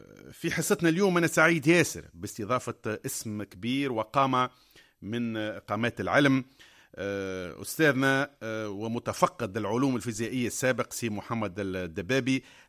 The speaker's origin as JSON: {"language": "Arabic", "town": "Khniss", "region": "Monastir Governorate", "country": "Tunisia", "tie": "born there", "said": "ابن مدينتي خنيس"}